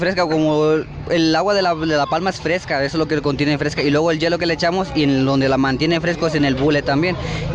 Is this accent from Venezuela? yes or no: no; Taxco, Guerrero, Mexico; De aquí de Tasco, Guerrero.